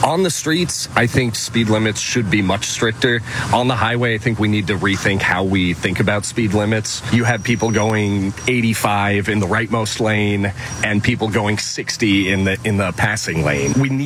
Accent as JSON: {"language": "English", "region": "Midwest", "country": "United States", "said": "I'm also from the Midwest."}